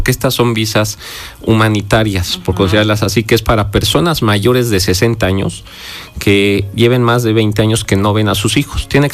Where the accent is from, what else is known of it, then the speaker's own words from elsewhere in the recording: Puebla, Mexico; Entonces, somos poblanos.